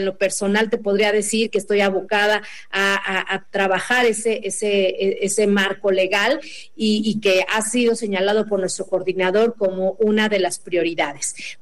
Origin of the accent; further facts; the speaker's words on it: Oaxaca, Mexico; en estados como Oaxaca, de donde yo soy, bueno, con una gran diversidad cultural, lingüística, comunitaria